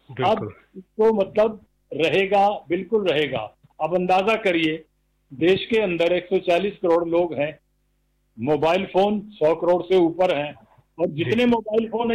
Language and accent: Hindi; Harsinghpura, Haryana, India; now in Hisar, India; मेरे गांव हरसिंहपुरा में, ये भी करनाल जिले में है